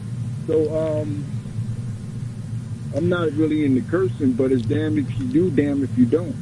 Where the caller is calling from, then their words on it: New York, United States; I'm from Queens.